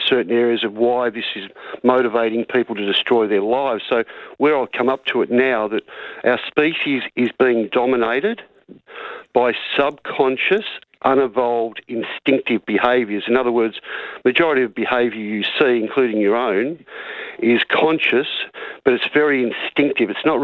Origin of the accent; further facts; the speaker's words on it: Australia; Mate, that's my honest opinion as an Australian, Tony